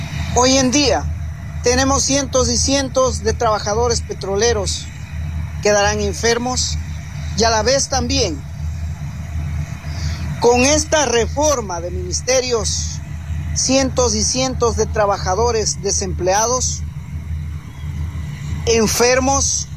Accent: Ecuador; herencia que dejamos como pobladores, como ecuatorianos, a nuestras futuras generaciones?

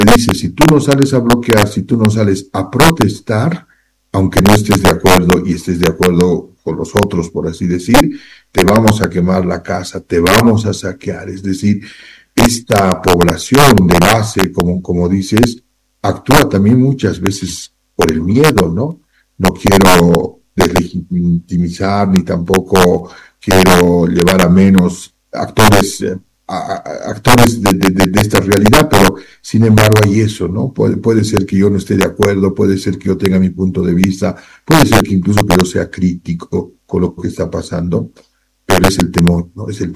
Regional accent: Bolivia; qué estamos haciendo como bolivianos desde la responsabilidad que tenemos

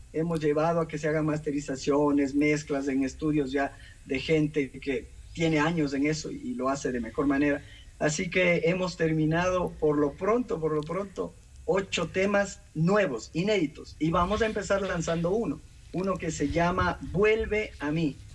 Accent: Pimampiro, Imbabura, Ecuador; Del cantón más bonito de Imbabura, mi reina. Es el cantón Pimampiro

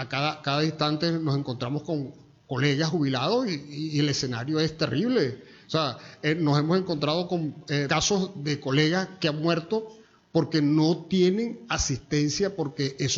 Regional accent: Venezuela; nos lo merecemos todos como venezolanos

